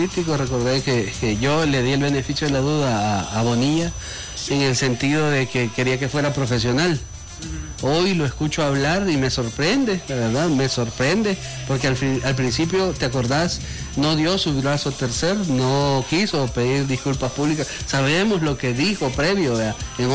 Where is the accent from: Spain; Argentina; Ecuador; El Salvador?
El Salvador; Santa Ana; nosotros como santanecos, como salvadoreños, somos de naturaleza, somos amistosos, somos sociables, somos dadivosos